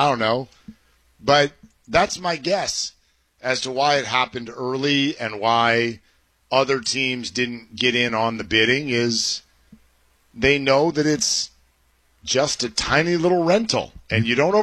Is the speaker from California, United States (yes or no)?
yes; Bay Area, California, United States; moved away; also born or lived in Los Angeles; I grew up in the Bay Area and I root for the San Francisco Giants.